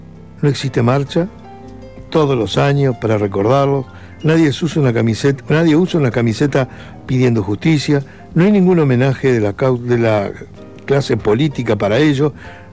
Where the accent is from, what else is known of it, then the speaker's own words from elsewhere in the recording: Uruguay; born there; moved away; ¿Tú no sos uruguayo? Sí.